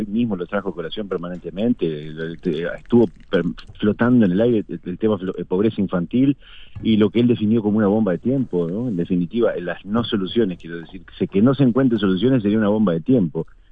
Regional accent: Fray Bentos, Río Negro, Uruguay; also born or lived in Montevideo; now in Canelones, Uruguay; Soy un lobista de Montevideo, nacido en Ejido entre Paysandú y Cerro Largo, ahí a mitad de cuadra. Después, a los 8 años, Fray Bento. Esa fue la primera ciudad que me adoptó, viví hasta los 18. Montevideo, vuelta, y ahora canario por adopción hace 12 años.

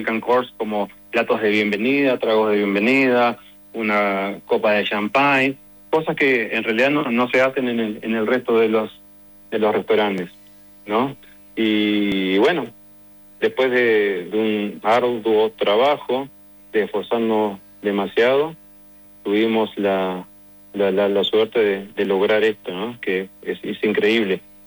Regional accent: Uruguay; now in Utah, United States; soy uruguayo, soy latino

